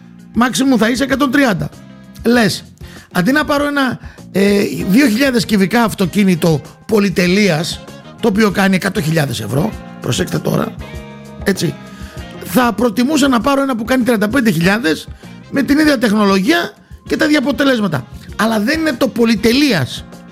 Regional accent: Greece; είμαστε Έλληνες.

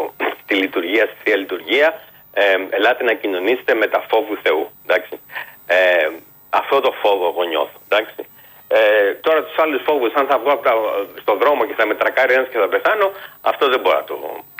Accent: Nigeria; now in Ireland; Αλλά εγώ εντάξει, μένω στην Ιρλανδία, είμαι από την Αιγυρία, αλλά εγώ κατά βάθος είμαι Έλληνας.

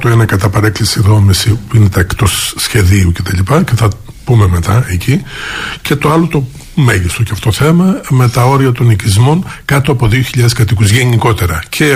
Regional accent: Greece; νομίζω ότι επίοικως θα πρέπει να ντρεπόμαστε σαν Έλληνες.

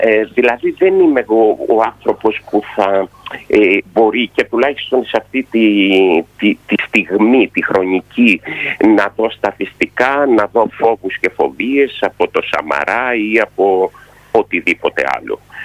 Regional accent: Central Greece, Greece; εγώ, επειδή είμαι Ρουμελιώτης και είμαστε δωρηήσιμοι, έτσι.

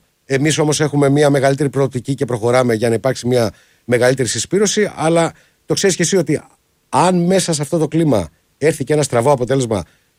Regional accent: Zakynthos, Ionian Islands, Greece; born there; η γενέτειρά μου, έτσι, η Ζάκυνθος

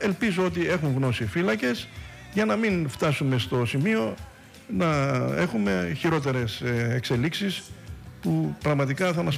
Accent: Greece

